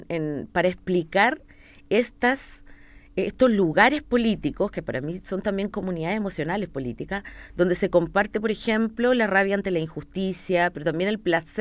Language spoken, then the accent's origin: Spanish; Chile; Entonces era como, oh, no puedo creer que esto está pasando en mi país, que yo estoy aquí viviéndolo.